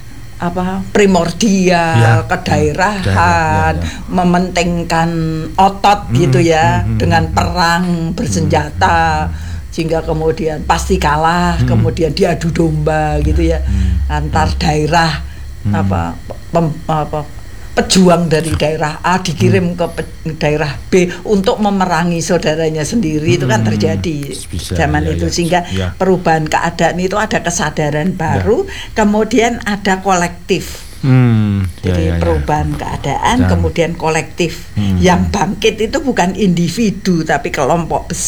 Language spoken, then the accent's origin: Indonesian; Java, Indonesia; saya bangga sebagai orang Jawa.